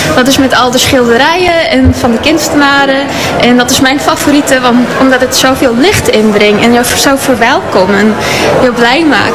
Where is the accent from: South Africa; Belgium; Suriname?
South Africa; now in Vlieland, Netherlands; Zuid-Afrika, op een natuurreservaat. Dus Vlieland is de tweede beste daarnaast. Ja, nee, maar Vlieland is echt mijn thuis nu.